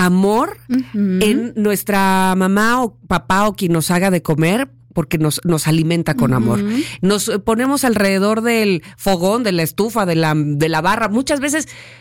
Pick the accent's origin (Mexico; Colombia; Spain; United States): Mexico; en la idiosincrasia de nosotros como mexicanos